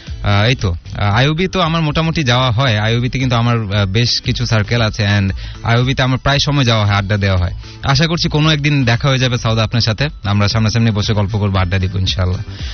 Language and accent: Bangla; Rangpur, Rangpur Division, Bangladesh; রংপুর থেকে, আমাদের এখানে অনেক রোদ।